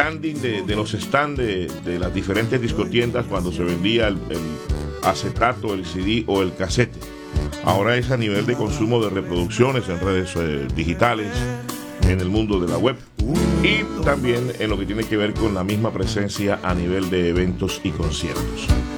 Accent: Colombia; en mi país, Colombia.

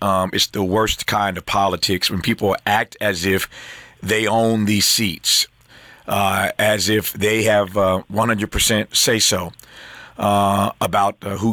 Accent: California, United States; Dianne Feinstein here in my home state of California did the same thing.

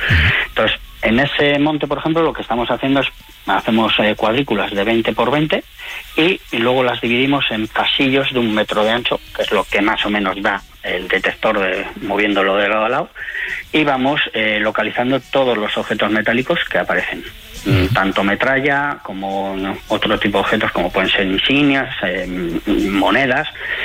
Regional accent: Amorebieta, Basque Country, Spain; mi pueblo, en Amorebieta.

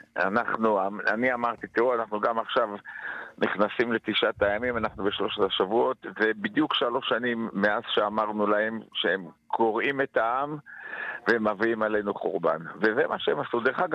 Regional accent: Northern Israel, Israel

